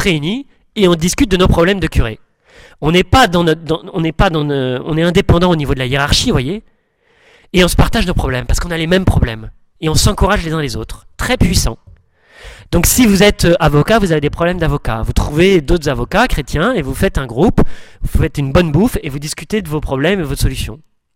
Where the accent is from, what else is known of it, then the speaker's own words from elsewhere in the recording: Southern France, France; comme je viens du Sud